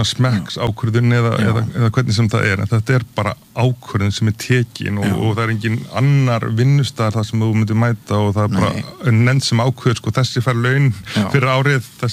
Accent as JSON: {"language": "Icelandic", "country": "United Kingdom", "tie": "born or raised there", "also_born_or_lived": "Norway", "said": "þá hérna ólst ég upp í Bretland og Noregi sem að hérna sem er nú kannski ekki mjög langt í burtu"}